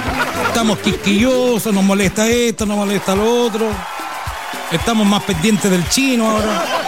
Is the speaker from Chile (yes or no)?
yes; Chile; como somos los chilenos